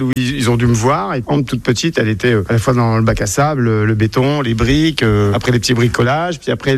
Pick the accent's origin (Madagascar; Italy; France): France; Centre-Val de Loire; now in Normandy, France; On n'est pas vraiment normand. Mes enfants sont normands parce qu'ils sont nés en Normandie, mais nous, on vient du Loir-et-Cher.